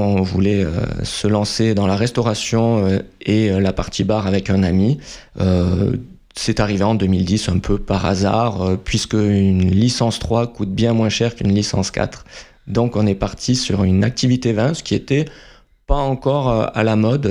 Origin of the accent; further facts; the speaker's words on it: Montpellier, Occitanie, France; born there; also born or lived in Rodez; je suis natif de l'Occitanie, puisque je suis né à Rodez, mais j'ai été importé à l'âge de 2 ans. Donc, voici bientôt 40 ans à Montpellier.